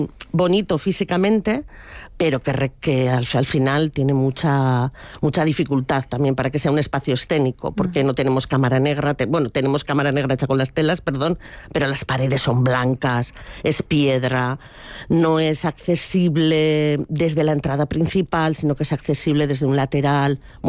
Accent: Durango, Basque Country, Spain; yo soy de Durango de toda la vida

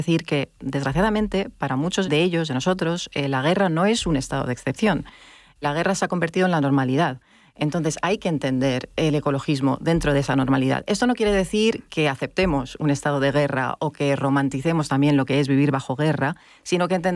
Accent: Lebanon; porque soy libanesa española, tengo pasaporte español

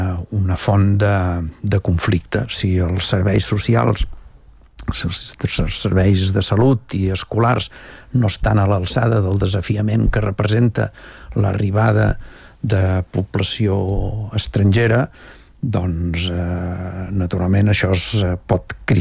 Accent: Terrassa, Catalonia, Spain; es nota que sóc de Terrassa

